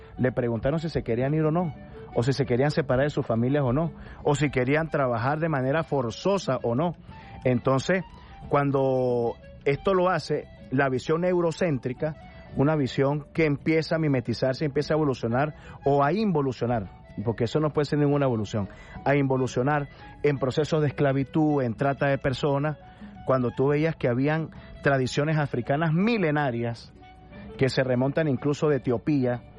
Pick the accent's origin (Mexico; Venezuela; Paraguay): Venezuela; es una demostración de lo que somos los venezolanos